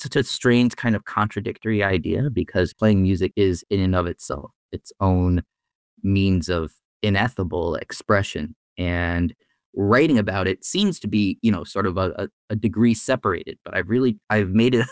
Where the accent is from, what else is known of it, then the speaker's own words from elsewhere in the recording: Longmeadow, Massachusetts, United States; I grew up in Longmeadow, and I have very, very strong connections to the place, very, very fond memories of growing up there.